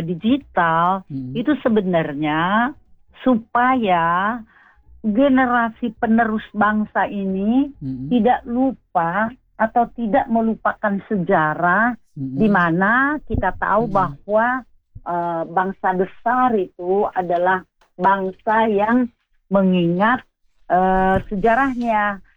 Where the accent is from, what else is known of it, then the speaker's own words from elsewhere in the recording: Balige, North Sumatra, Indonesia; Balige, di kampungku juga nih.